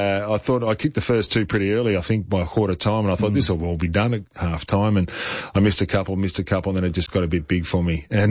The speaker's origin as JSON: {"language": "English", "town": "Corowa", "region": "New South Wales", "country": "Australia", "moved": "yes", "said": "Wayne was from Wagga and I was from Corowa, but played out in the Korean League, which meant we were both zoned to the Swans back before the draft came in."}